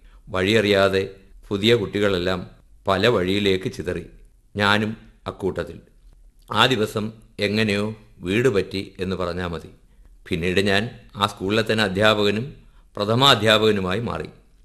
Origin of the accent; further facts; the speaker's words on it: Kureepuzha, Kerala, India; കുരീപ്പുഴ എന്ന എന്റെ ഗ്രാമത്തെ അവതരിപ്പിച്ചു കഴിഞ്ഞപ്പോൾ പതിയെ ഞാൻ ബാല്യകാല അനുഭവങ്ങളിലേക്ക് പോവുകയാണ്.